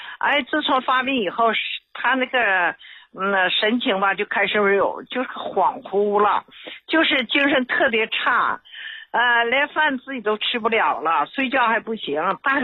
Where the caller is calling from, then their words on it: Heilongjiang, China; 我是黑龙江的